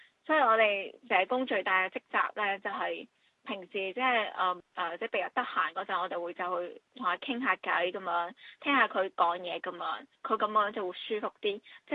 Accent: Shenzhen, Guangdong, China; now in Hong Kong; 因為我本身小時候就是深圳那邊的，後面才來了香港，所以我的普通話和粵語都是 OK。

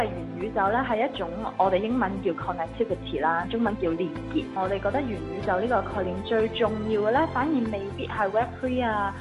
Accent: Hong Kong; 始终我哋作为一个土生土长嘅香港人

